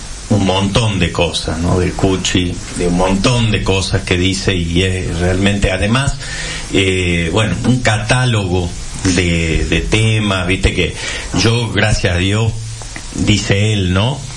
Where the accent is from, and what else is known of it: Argentina